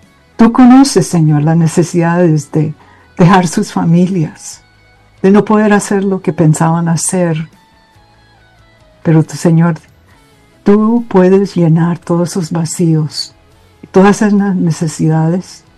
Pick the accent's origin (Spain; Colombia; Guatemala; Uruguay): Colombia; con nosotros como hijos tuyos y también como colombianos.